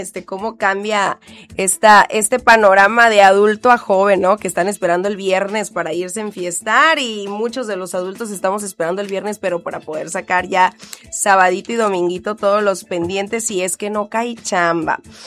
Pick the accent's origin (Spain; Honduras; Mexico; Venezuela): Mexico